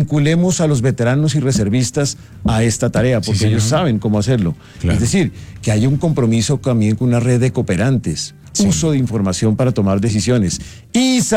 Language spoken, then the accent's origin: Spanish; Colombia; todos somos colombianos